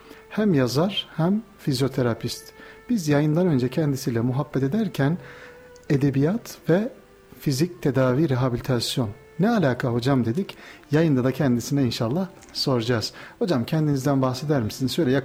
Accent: Niğde, Turkey; Şöyle ben Nideliyim. Nevşehir'e çok yakın.

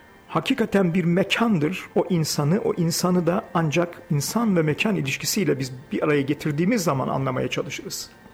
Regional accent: Ankara, Turkey; moved away as an adult; hemen hemen 20-25 yıla yakın uzak kaldım. Ama burası benim çocukluk şehrim. Mahallem Varlık Mahallesi Yeni Mahalle tarafında, çocukluk ve gençlik Cebeci, Dikimevi ve bu çevrelerde geçti.

